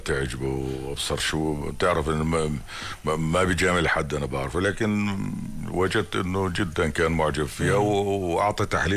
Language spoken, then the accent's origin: Arabic; Jordan; روح مثلا عندنا على دبين، على أحراج دبين